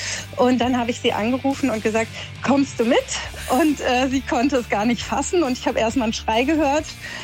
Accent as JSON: {"language": "German", "town": "Cologne", "region": "North Rhine-Westphalia", "country": "Germany", "said": "Auch als Kölnerin bin ich absolut Düsseldorf-Fan"}